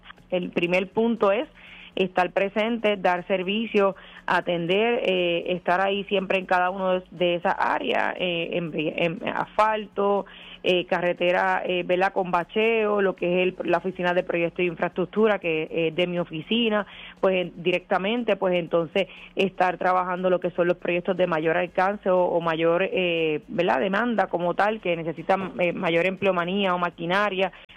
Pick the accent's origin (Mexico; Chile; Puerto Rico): Puerto Rico; Naguabo